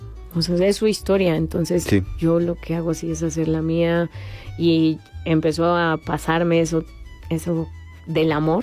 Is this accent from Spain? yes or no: no; Mexico